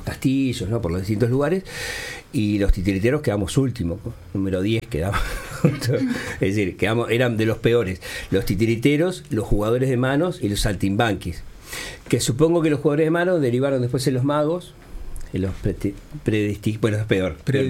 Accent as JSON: {"language": "Spanish", "region": "Montevideo", "country": "Uruguay", "tie": "born or raised there", "said": "Mi familia es de una familia humilde, ¿no? Bastante humilde. Somos del Cerro, cerquita de Cerro Norte ahí."}